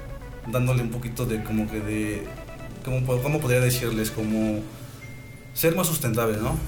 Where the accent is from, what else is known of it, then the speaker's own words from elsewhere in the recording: Francisco I. Madero, Mexico; como pequeño productor que soy de Francisco de Madero